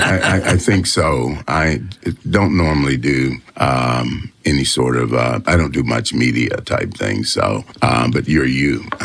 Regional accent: Pinpoint, Georgia, United States; born there; Well, I was born in Pinpoint, but I had most of my growing up, I've been fortunate.

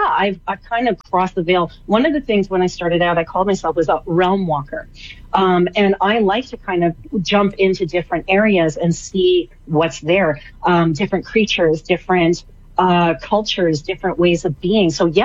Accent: Canada; I'm Canadian, Lace. I'll still say that.

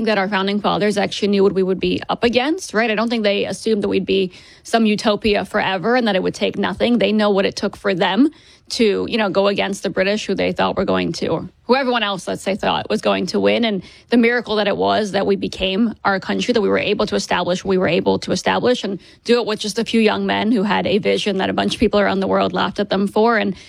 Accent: United States; Being American is not just, oh, I'm free to walk around and say whatever I want.

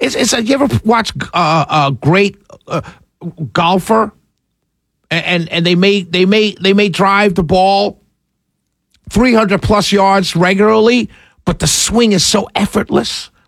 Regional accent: New York City, New York, United States; I'm from New York City. I'm a Mets fan. Born and raised Met fan all my life.

